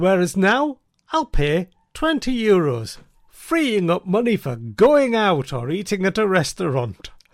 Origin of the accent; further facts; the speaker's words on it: England, United Kingdom; I speak as an Englishman.